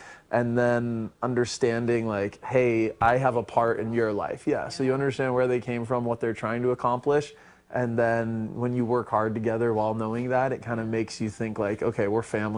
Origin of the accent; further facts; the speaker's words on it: Shanghai, China; also born or lived in Hong Kong / Taiwan; now in United States; Yeah, so I was born in Hong Kong, lived in Shanghai for a couple years, and then our family moved to Taiwan for, I think, 2 or 3 years, and my sister was born there. And then basically for like the ages you can remember, I was in Shanghai.